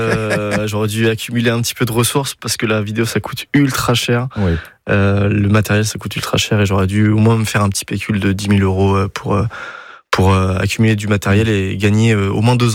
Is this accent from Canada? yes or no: no; Dinan, Brittany, France; also born or lived in Rennes; j'ai commencé à faire mes études à Rennes parce que je viens de Dinan à la base.